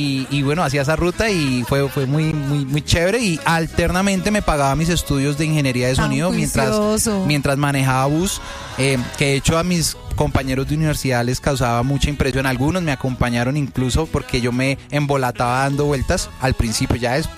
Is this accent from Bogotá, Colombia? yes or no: yes; Bogotá, Colombia; Parece, pero